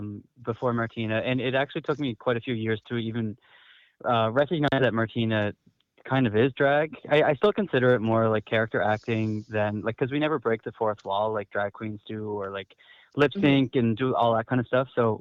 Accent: Cape Breton, Nova Scotia, Canada; also born or lived in Halifax; Well, here's the thing. I was born in Halifax, but I grew up in Cape Breton.

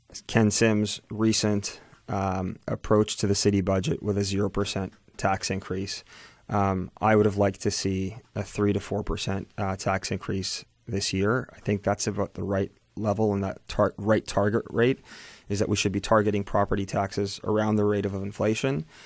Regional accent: Vancouver, British Columbia, Canada; born there; I was born here in Vancouver.

